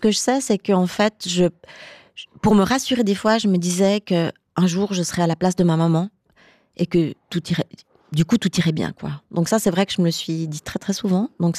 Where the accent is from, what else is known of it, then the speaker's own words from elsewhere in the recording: Fribourg, Switzerland; also born or lived in Göttingen; je suis tout à fait fribourgeoise. Ma maman est fribourgeoise et j'ai grandi à Fribourg.